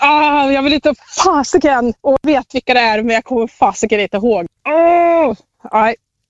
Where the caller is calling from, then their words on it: Uppsala, Uppsala County, Sweden; Jag är egentligen från Uppsala.